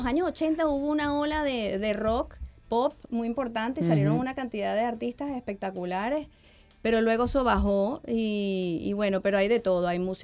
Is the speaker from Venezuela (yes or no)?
yes; Venezuela; moved away as an adult; now in Barcelona, Spain; yo me siento que soy venezolana